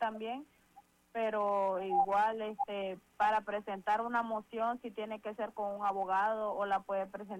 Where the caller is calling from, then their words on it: Virginia, United States; nosotros somos de Virginia